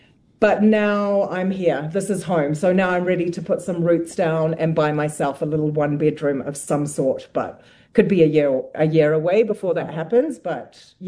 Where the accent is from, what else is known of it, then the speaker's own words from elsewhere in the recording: New Zealand; moved away as an adult; now in Banff, Canada; So now I class myself as a Kiwi-adian.